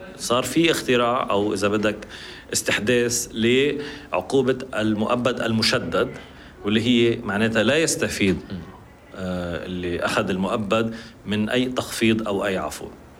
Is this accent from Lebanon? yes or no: yes; Lebanon; نحن كلبنانيين والدولة اللبنانية